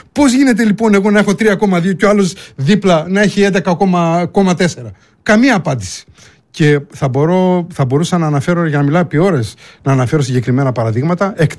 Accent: Greece

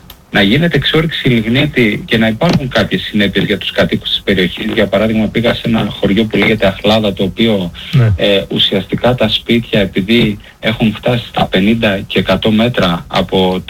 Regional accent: Greece; εγώ ως Έλληνας Ευρωβουλευτής

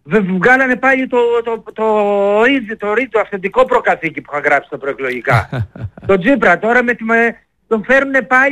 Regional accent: Greece

